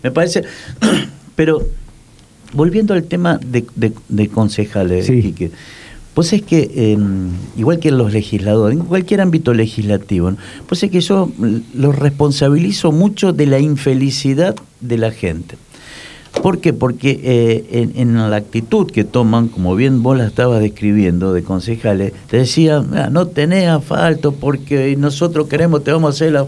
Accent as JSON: {"language": "Spanish", "town": "San José del Rincón", "region": "Santa Fe", "country": "Argentina", "said": "Yo soy de Rincón, claro, yo soy negro. Yo soy hilero."}